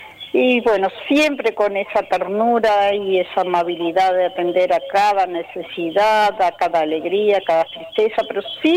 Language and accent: Spanish; Aceguá, Cerro Largo, Uruguay; born there; now in Noblía, Uruguay; yo soy nacida en Oseguá, pero vivo en Noblía.